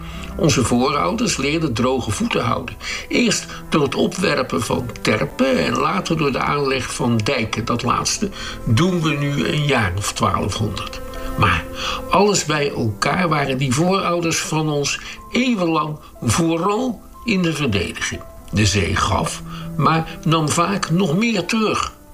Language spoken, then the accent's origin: Dutch; Netherlands; wij zijn als Nederlanders best trots op hoe wij het water weten te beheersen.